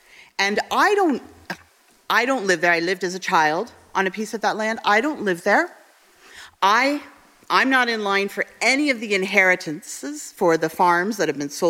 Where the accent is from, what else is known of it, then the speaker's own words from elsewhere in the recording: Hamilton, Ontario, Canada; born there; So I was born in June. I was born in June 1973, and I was born in Hamilton.